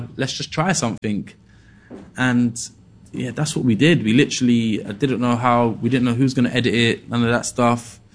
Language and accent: English; Peckham, London, United Kingdom; but growing up in Peckham, people weren't, from my demographic, weren't really putting out YouTube videos